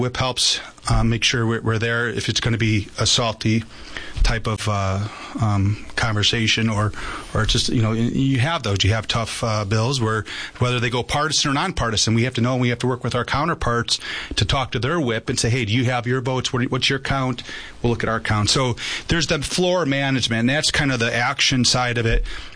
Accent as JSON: {"language": "English", "town": "Chicago", "region": "Illinois", "country": "United States", "tie": "born or raised there", "said": "Well, I was born in Chicago, mm-hmm. Park Ridge, at least the hospital. Anyways, but I lived most of my life in Chicago. My mom moved me up with my grandmother when I was in third grade."}